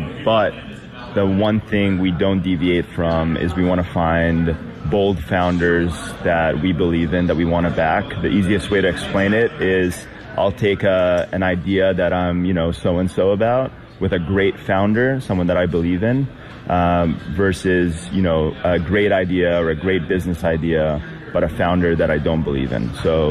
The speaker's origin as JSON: {"language": "English", "country": "Malta", "tie": "born or raised there", "moved": "yes", "lives_now": "United States", "said": "I was born and raised in Malta, the tiny island in the Mediterranean. I grew up with a dream myself, which was very simple. It was to move to the United States and become American."}